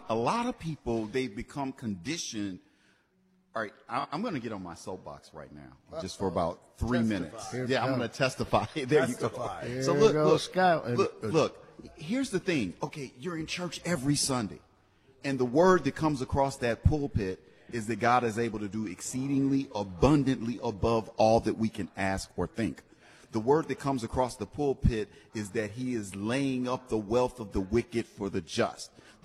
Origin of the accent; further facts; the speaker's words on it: Chicago, Illinois, United States; now in Detroit, United States; I'm from Chicago